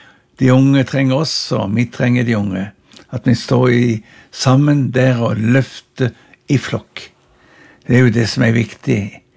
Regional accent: Agder, Norway; Det er blitt sånn og mer at vi ser litt tilbake og får gode minner fra barndommen på Rosfjord.

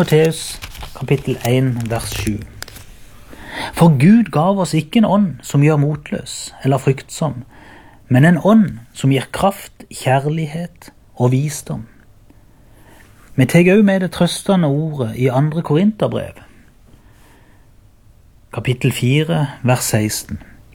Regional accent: Byremo, Agder, Norway

